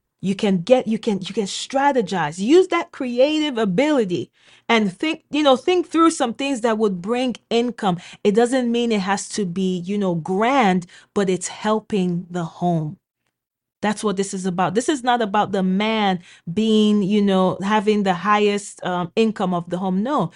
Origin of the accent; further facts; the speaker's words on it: Nigeria; like I'm Nigerian, you know, having a maid and a nanny in Nigeria is, you know, very, very affordable.